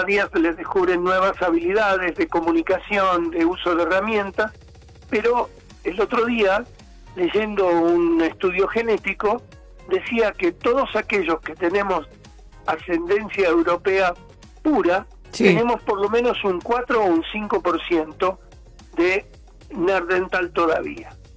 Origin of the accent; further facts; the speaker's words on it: Argentina; me siento orgullosísimo de ser argentino. Soy más argentino que el mate y me hubiera encantado tener también sangre de pueblos originarios